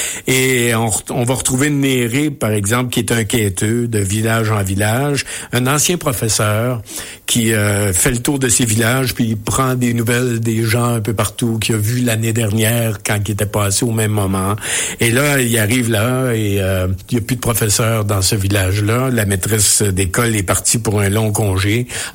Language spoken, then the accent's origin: French; Quebec, Canada; on est originaire de la Beauce, bon. Les deux.